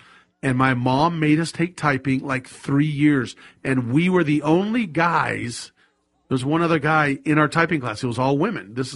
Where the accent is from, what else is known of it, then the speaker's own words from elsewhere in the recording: Sacramento, California, United States; I will never forget when I grew up in Sacramento.